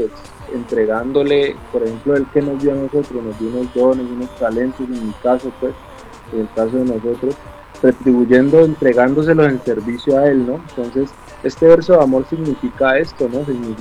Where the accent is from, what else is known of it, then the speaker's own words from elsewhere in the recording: Cali, Valle del Cauca, Colombia; yo soy de Cali